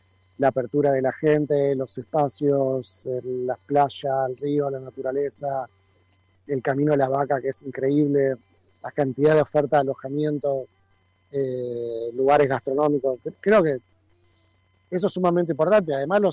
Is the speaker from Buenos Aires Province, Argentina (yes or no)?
no; Crespo, Entre Ríos, Argentina; moved away as an adult; also born or lived in Buenos Aires; yo que soy de Crespo, y que Crespo justamente no tiene ningún potencial turístico, si bien es una ciudad que amo, porque nací y me crié ahí. Obvio. Y me siento crespense, aunque ya viví más tiempo en Buenos Aires que en Crespo